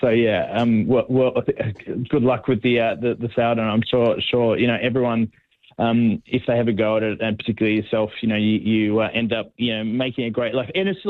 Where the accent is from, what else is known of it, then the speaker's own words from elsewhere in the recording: Sydney, New South Wales, Australia; also born or lived in Melbourne; Well, yeah, I was you know, living in Sydney. I'm from Sydney originally.